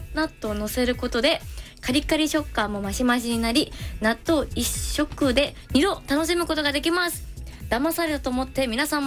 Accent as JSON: {"language": "Japanese", "region": "Hiroshima", "country": "Japan", "tie": "born or raised there", "said": "今回のテーマご飯のお供ということで、僕の出身広島からご紹介させてください。"}